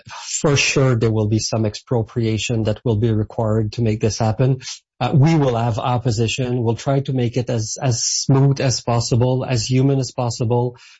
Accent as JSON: {"language": "English", "town": "Saint-Hyacinthe", "region": "Quebec", "country": "Canada", "tie": "born or raised there", "said": "I come from a farmer region myself. I was raised in Saint-Hyacinthe, which is the capital of the agricultural world in Quebec. So I know that reality."}